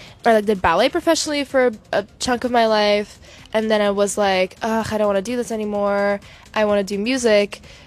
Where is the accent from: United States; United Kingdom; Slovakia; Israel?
Slovakia; I'm from Slovakia, which is like a little country in Europe.